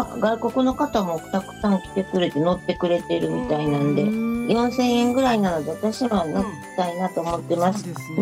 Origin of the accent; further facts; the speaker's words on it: Sakai, Osaka, Japan; 生まれも育ちも大阪の堺で、現在もそこに住んでいます、大阪に。大阪って結構、あの古い町、歴史の町なんですけど